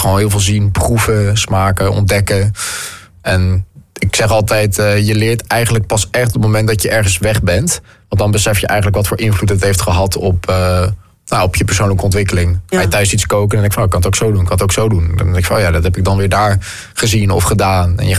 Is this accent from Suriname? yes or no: no; Netherlands; ik kom wel uit Nederland. Ik versta het wel, maar ook wel tot een bepaald niveau